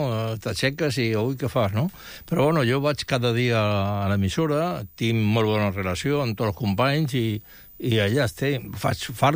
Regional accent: Mataró, Catalonia, Spain; Jo sóc fill de Mataró.

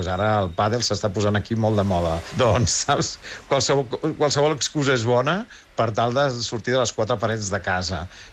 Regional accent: Barcelona, Catalonia, Spain; moved away; jo sóc de Gràcia, i haig de dir que Gràcia, això, jo ho tenia més, anava saludant els veïns, coneixies a la gent

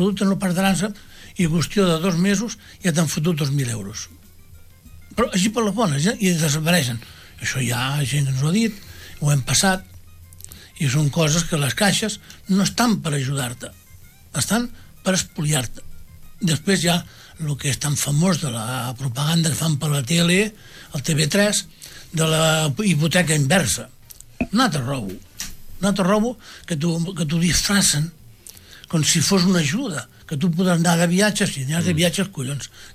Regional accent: Rubí, Catalonia, Spain; born there; No tenim pobles, som molts desgraciats. Vam néixer aquí a Rubí.

